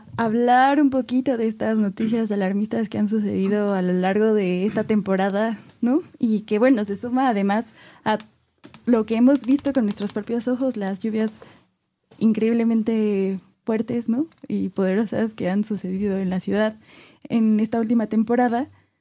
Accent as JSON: {"language": "Spanish", "country": "Mexico"}